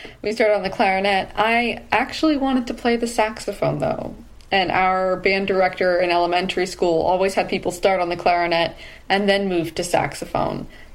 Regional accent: Stuart, Florida, United States; moved away; We grew up in Stuart, Florida. A bit of a smaller town, but still has a very, I might say, surprisingly rich musical community.

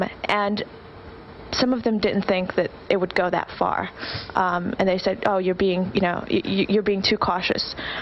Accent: New York, United States; I was angry just as any New Yorker.

